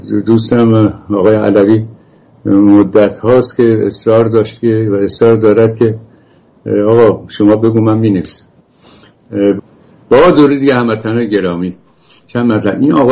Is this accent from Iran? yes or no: yes; Iran; moved away as an adult; also born or lived in France / England; now in United States; با همون لباس و کت‌شلواری که ایران می‌پوشیدیم اینجا هم همونجور و شروع کردیم آرام آرام فرهنگ رو آموختن که رفتار آمریکایی چگونه است